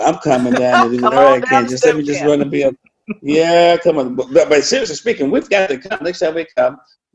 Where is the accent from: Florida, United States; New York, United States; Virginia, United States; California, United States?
Virginia, United States; Portsmouth; we born and raised in Portsmouth, right in Sonia, Suffolk County.